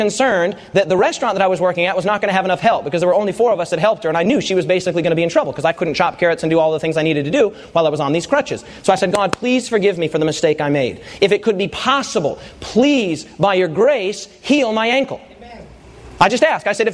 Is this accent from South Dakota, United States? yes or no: yes; Rapid City, South Dakota, United States; I was from Rapid City, South Dakota.